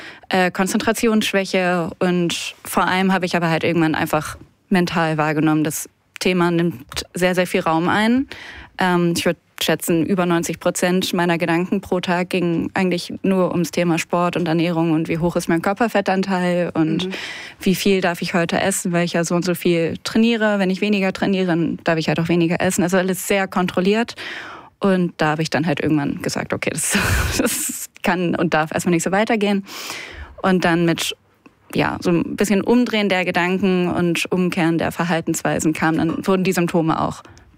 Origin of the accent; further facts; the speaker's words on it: Hannover, Lower Saxony, Germany; now in Zillertal, Austria; also ich komme aus Hannover und bin zu dem Zeitpunkt dann ins Zillertal gezogen, nach Österreich